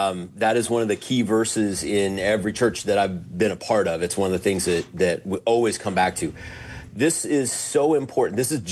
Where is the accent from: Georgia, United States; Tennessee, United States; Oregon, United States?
Oregon, United States; also born or lived in Washington; now in Sioux Falls, United States; I grew up in the Northwest, in Oregon and Washington. I went to school up there.